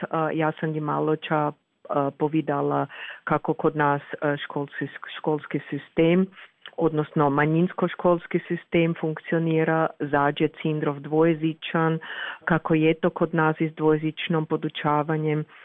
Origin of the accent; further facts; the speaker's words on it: Burgenland, Austria; ne kao kod nas u Gradišću 4 razrede.